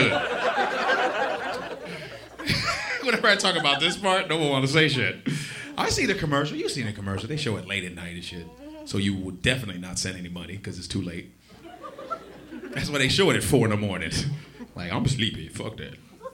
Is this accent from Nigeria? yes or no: yes; Nigeria; I'm an African, you know. Yeah, I'm Nigerian. Friends never believe me. I said, dude, I'm Nigerian American.